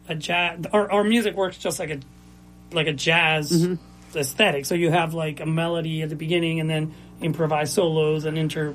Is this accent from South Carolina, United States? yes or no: no; Mount Vernon, Ohio, United States; also born or lived in Lima, Peru / Gambier, Ohio; I grew up in Mount Vernon